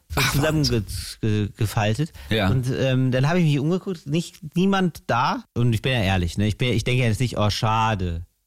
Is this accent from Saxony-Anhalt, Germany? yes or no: no; Duisburg, North Rhine-Westphalia, Germany; born there; also ich bin ja in Duisburg geboren. mein Papa war immer Duisburg-Fan, MSV Duisburg-Fan.